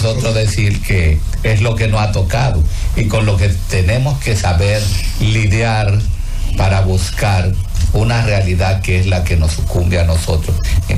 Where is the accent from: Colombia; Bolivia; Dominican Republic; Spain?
Dominican Republic